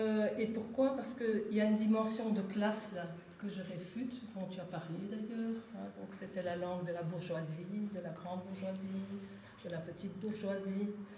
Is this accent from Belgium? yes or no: yes; Ostend, Flanders, Belgium; born there; Alors, je suis née à Ostende, et si j'écris en français